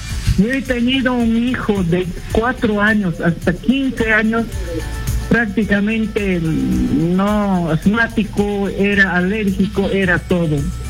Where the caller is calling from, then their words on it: Apurímac, Peru; Le llamo desde Apurímac.